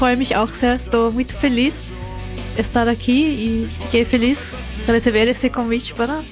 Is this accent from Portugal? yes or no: no; Upper Austria, Austria; Portuguese is a second language; moved away as an adult; now in Rio Grande do Sul, Brazil; Eu nasci num pequeno povoado, não sei se fala povoado, mas povoado perto de Linz, na Alta Áustria. E também cresci ali, fui para a escola primária nesse povoado e depois fiz a escola em Linz, na cidade.